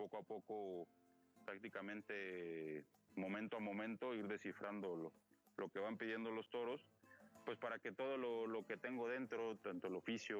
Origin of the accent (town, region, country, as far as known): San Luis Potosí, Mexico